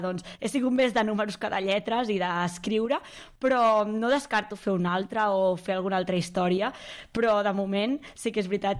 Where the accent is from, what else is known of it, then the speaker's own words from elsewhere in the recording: Caldes, Catalonia, Spain; Jo soc d'aquí Caldes, i llavors volia fer primer aquí Caldes de, doncs, veure... és el meu poble, i llavors era on sentia que estava més segura.